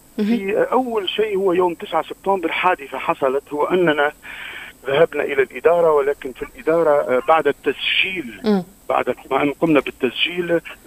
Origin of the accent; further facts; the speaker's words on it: Sfax, Sfax Governorate, Tunisia; moved away; أنا من صفاقس